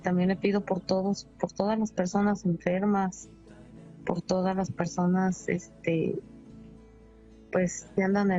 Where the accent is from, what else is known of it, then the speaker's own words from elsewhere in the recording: Jalisco, Mexico; now in Monterrey, Mexico; nosotros somos de Jalisco, pero mis hijos están radicando en Irapuato, Guanajuato, y yo en Monterrey.